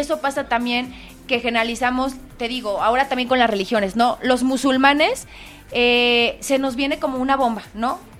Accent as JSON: {"language": "Spanish", "region": "San Luis Potosí", "country": "Mexico", "said": "nosotras que somos potosinas"}